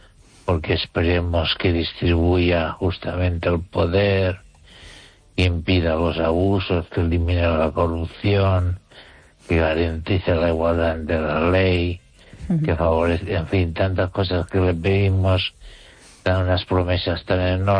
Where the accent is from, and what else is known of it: Spain